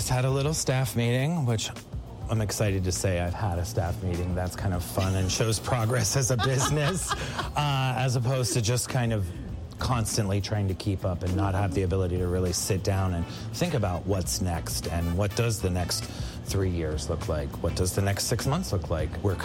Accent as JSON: {"language": "English", "region": "Ohio", "country": "United States", "tie": "born or raised there", "said": "We grew up in Ohio as a kid making pickles."}